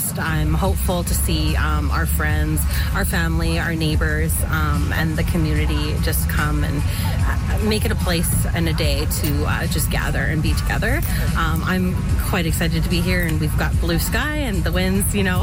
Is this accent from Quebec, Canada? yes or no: no; Summerland, British Columbia, Canada; now in West Kelowna, Canada; Originally, yes. I grew up in Summerland, spent my whole childhood and graduated high school here, but we're actually living out of town.